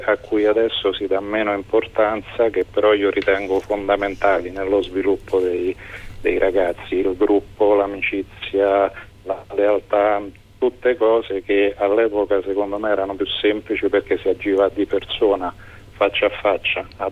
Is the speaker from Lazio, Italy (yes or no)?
yes; Rome, Lazio, Italy; nato e cresciuto a Roma